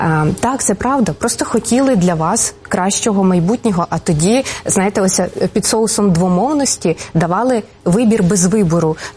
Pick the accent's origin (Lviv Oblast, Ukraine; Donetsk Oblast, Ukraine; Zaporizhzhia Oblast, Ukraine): Lviv Oblast, Ukraine; Lviv; born there; я начебто народилася у Львові, але у мене набір з різних міст в мені є. І я російську знаю. Я знаю російську, тому що ось батько і його мама, власне, вони були російськомовними. Тому я росла, власне, у межах двох мов.